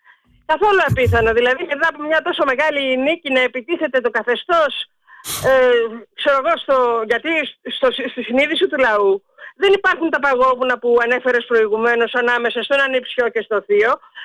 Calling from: Central Greece, Greece; από Εύβοια

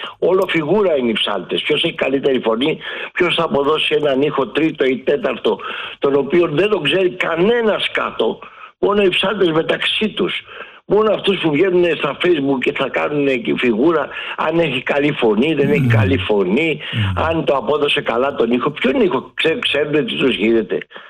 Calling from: Gerakas, Attica, Greece; από το Γέρακα.

